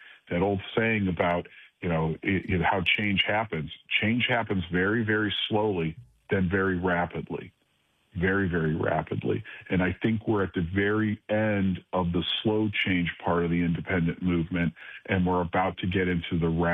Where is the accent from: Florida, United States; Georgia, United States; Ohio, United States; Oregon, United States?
Ohio, United States; Cleveland; I did it because I come from Cleveland, and I'm so proud of my hometown, because my hometown is what gave my ancestors the American dream.